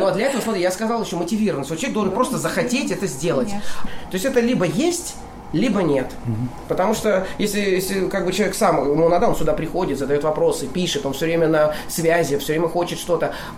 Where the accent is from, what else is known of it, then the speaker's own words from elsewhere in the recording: Oryol, Oryol Oblast, Russia; moved away; я вот из Орла